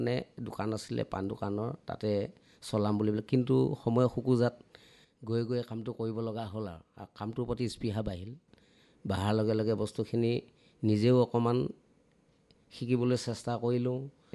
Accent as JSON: {"language": "Assamese", "region": "Assam", "country": "India", "said": "বিশেষ আমাৰ নিজৰ অসমীয়া মানুহৰ কামখিনি, খোলটো আমাৰ নিজৰ, ঢোলটো নিজৰ, আৰু নেগেৰাখিনিও নিজৰে।"}